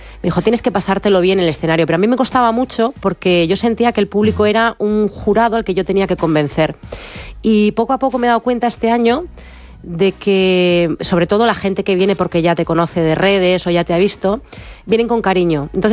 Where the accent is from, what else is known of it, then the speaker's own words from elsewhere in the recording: Bilbao, Basque Country, Spain; pero yo soy de Bilbao, no podía reculear, ¿sabes?